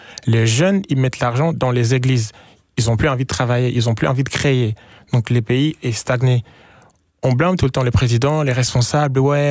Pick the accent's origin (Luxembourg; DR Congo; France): DR Congo; East; Quand tu arrives au Congo, c'est comme la musique, en fait. Moi, j'ai grandi à l'Est, donc là, c'est comme la musique.